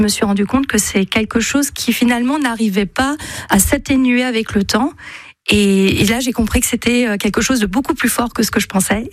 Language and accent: French; Grand Est, France; parce que je suis originaire du Haut-Rhin